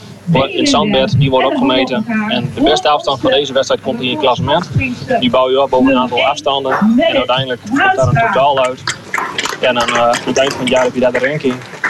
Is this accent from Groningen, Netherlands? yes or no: yes; Groningen, Netherlands; als een Groninger met die prijzen van doorgaat. Maar nee, we worden wel geaccepteerd binnen de Friese Bond. Ze kunnen eigenlijk ook niet zonder ons.